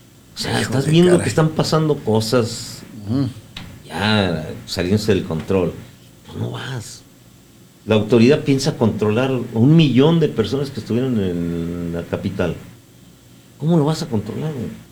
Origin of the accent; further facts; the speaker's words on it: Mexico; Nosotros somos mexicanos